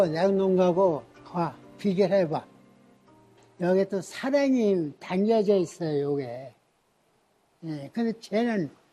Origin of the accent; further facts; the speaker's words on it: Hongseong, South Chungcheong, South Korea; 홍성 고향 좋죠.